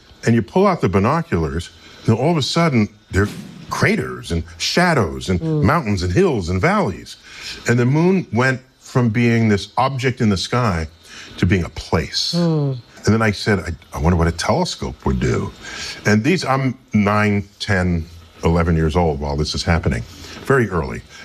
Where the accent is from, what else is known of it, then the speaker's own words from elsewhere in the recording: New York City, New York, United States; And I grew up in the Bronx